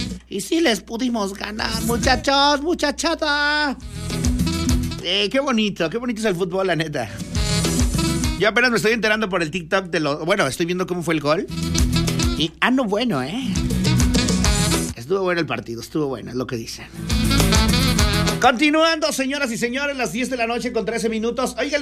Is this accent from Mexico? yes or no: yes; Mexico; Somos mexicanos y tenemos que apoyar a los nuestros